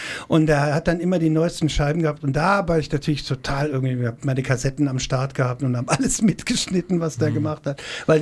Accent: Krefeld, North Rhine-Westphalia, Germany; now in Nuremberg, Germany; Ja, ich komme aus Krefeld, bin aber seit 50 Jahren fast in Nürnberg.

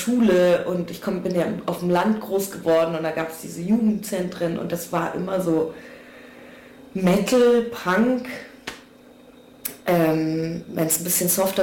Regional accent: Bavaria, Germany; meine Großeltern nicht in einer Stadt gelandet sind in Deutschland als GastarbeiterInnen, sondern halt auf dem bayerischen Dorf, gab es diese Kontakte auch gar nicht. Also wie gesagt, so eine türkische Community gab es nicht.

